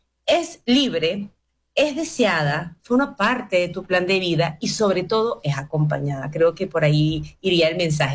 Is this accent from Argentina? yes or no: no; Venezuela; Nosotros como pueblo venezolano llevamos unas heridas